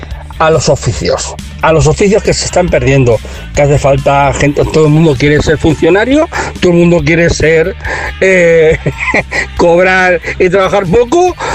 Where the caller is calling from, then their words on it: Alfafar, Valencian Community, Spain; Yo no soy de por allí, yo soy de Alfafar.